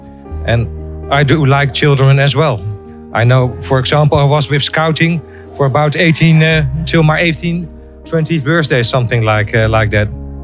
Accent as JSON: {"language": "English", "country": "Netherlands", "said": "I'm coming from Holland."}